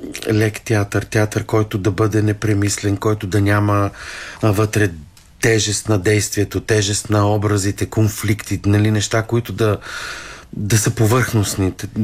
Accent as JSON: {"language": "Bulgarian", "town": "Cherven Bryag", "region": "Pleven Province", "country": "Bulgaria", "tie": "born or raised there", "moved": "yes", "said": "аз съм израсъл в Червен бряг, роден съм в Плевен, израсъл съм в Червен бряг"}